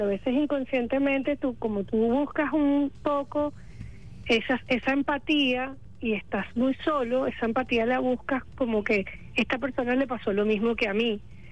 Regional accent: La Guaira, Venezuela; Además que somos caribeños. Tenemos el mar ahí, entonces... A veces estamos estresados, vamos para la playa, estamos enfermos, vamos para la playa.

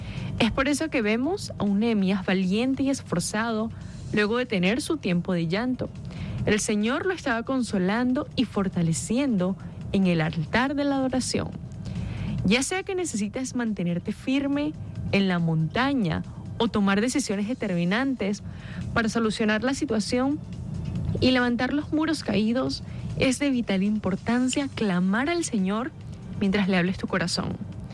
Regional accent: Caracas, Capital District, Venezuela; Gracias a Dios, como caraqueños, tenemos esos recuerdos bonitos de La Guaira.

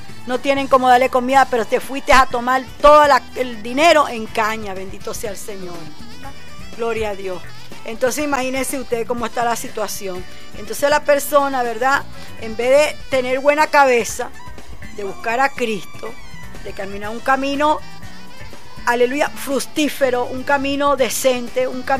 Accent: Venezuela; cuando nosotros amamos el país de Venezuela, amamos nuestro país donde nacimos, donde nacieron nuestros hijos, donde está nuestra familia

